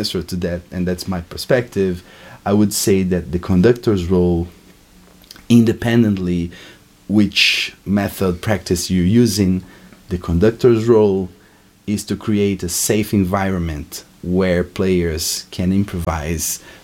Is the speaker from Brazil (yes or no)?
yes; Brazil; moved away; hey, hello, I'm from Brazil.